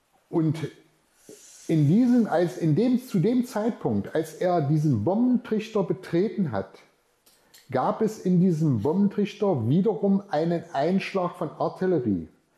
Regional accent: Germany

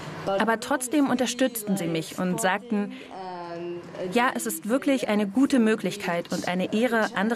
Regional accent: Luxembourg; moved away; Ich komme ursprünglich aus Luxemburg.

